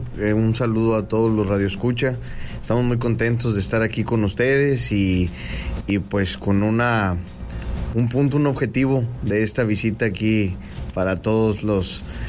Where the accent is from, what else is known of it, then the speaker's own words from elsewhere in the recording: Salinas Victoria, Nuevo León, Mexico; todos los ciudadanos que somos de Salinas Victoria